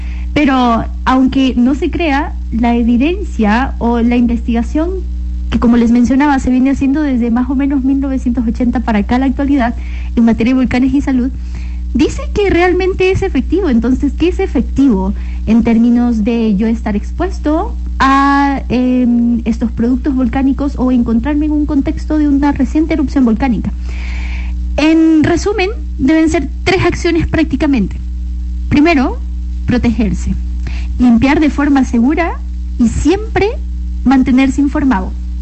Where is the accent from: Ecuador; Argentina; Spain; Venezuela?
Ecuador; Machala, El Oro; en Machala, en mi tierra, la capital bandera del mundo